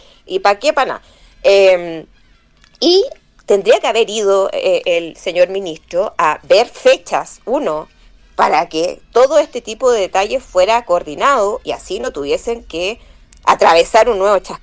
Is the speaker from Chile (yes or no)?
yes; Chile; No me siento cómoda como chilena que mi país sea parte del escudo de las Américas